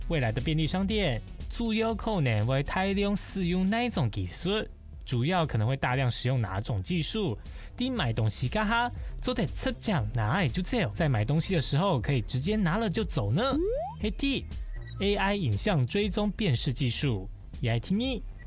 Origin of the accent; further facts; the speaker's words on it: Taiwan